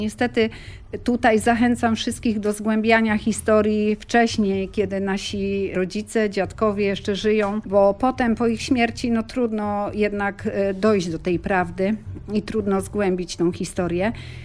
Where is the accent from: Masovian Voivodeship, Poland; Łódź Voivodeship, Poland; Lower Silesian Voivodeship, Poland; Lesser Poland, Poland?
Lower Silesian Voivodeship, Poland; Żarów; born there; also born or lived in Ruda Śląska, Upper Silesia; now in Ustronie Morskie, Poland; Nawet trudno mi powiedzieć, skąd pochodzę, bo tak naprawdę urodziłam się koło Wrocławia w niewielkiej miejscowości, która się nazywa Żarów. Ale w zasadzie całe serce ulokowałam na Śląsku. Od 18 roku życia do przeszło 50 mieszkałam na Śląsku